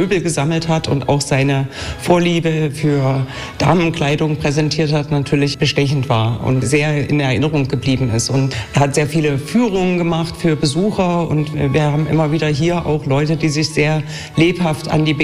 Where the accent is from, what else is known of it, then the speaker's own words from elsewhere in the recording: Dresden, Saxony, Germany; now in Oderbruch, Germany; man hört es vielleicht auch nicht, gebürtige Oderbrücherin. Ich komme aus dem Bergland, also aus Dresden.